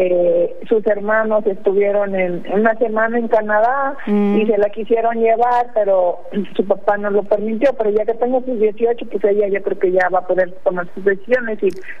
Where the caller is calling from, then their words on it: Mexico; Yo como buena nativa mexicana